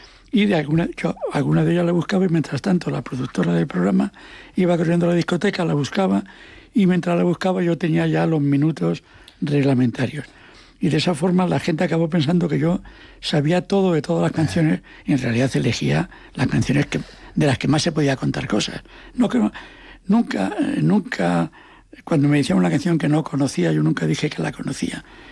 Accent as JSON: {"language": "Spanish", "region": "Asturias", "country": "Spain", "said": "Como yo soy asturiano, digo, ¿de dónde?"}